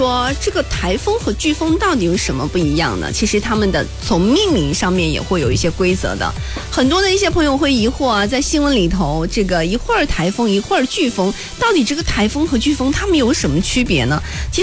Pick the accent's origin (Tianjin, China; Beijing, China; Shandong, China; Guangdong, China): Guangdong, China; 不是因为我不是广东的，我就是广东的